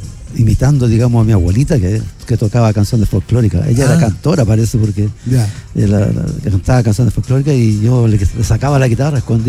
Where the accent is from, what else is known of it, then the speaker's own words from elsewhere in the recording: Santiago, Santiago Metropolitan Region, Chile; Yo soy de Santiago, de la comuna de San Miguel.